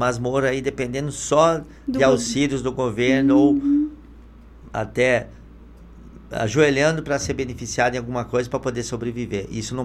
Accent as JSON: {"language": "Portuguese", "region": "Rio Grande do Sul", "country": "Brazil", "tie": "born there", "also_born_or_lived": "Vilhena", "lives_now": "Cuiabá, Brazil", "said": "Eu nasci no Rio Grande do Sul. Morei 20 e poucos anos em Vilhena, Rondônia. Agora moro em Mato Grosso, Cuiabá."}